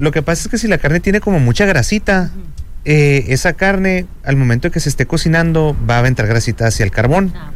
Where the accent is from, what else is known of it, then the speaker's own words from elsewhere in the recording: Mexicali, Baja California, Mexico; Yo soy de aquí de Mexicali.